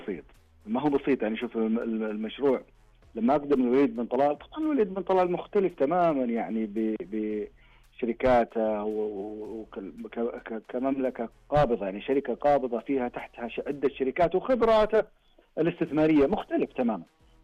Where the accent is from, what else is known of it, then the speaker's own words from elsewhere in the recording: Saudi Arabia; بالنسبة لي كسعوديين